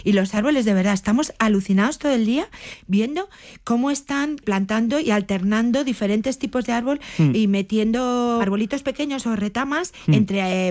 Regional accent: Oliva de Mérida, Extremadura, Spain; Yo soy de Oliva de Mérida, Badajoz.

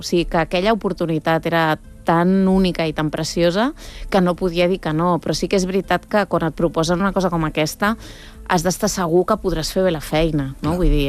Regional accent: Barcelona, Catalonia, Spain; Jo sóc una enamorada de Barcelona, sóc una enamorada de la meva ciutat

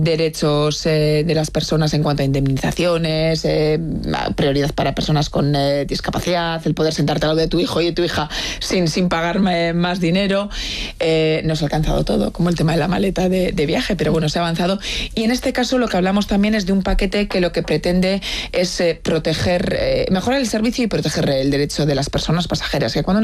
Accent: Bilbao, Basque Country, Spain; now in Brussels, Belgium; yo que soy de Bilbao

